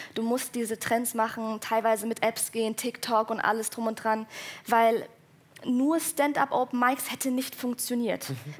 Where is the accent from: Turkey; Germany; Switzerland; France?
Germany; Hesse; accent: Hessian; Und ich finde es auch so witzig, wie ich damals für meinen hessischen Dialekt so schon hardcore rassistisch im Netz beleidigt wurde